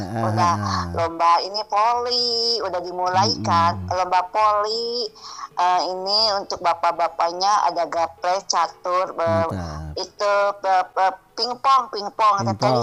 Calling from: Bandung, West Java, Indonesia; meskipun aku orang Bandung

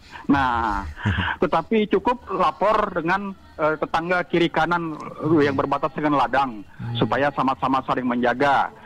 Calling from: East Kalimantan, Indonesia; kami orang Dayak

